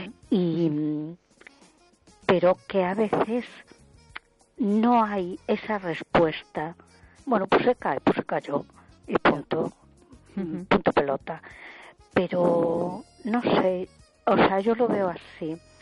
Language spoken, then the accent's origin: Spanish; A Coruña, Galicia, Spain